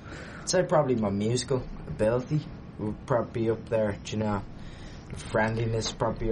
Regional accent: Dublin, Leinster, Ireland; I'm from Dublin, Ireland. I'm from a place in Dublin called Glasnevin. Actually quite close to a massive cemetery. Really nice part of Dublin, you know.

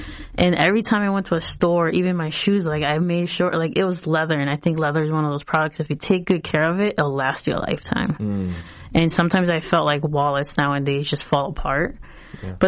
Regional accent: Boston, Massachusetts, United States; inspiration came from growing up in East Boston and being one of the first Latin families within the mm-hmm. Italian community.

